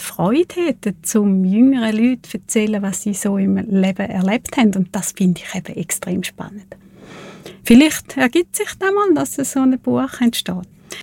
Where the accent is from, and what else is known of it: Thurgau, Switzerland; accent: Thurgau dialect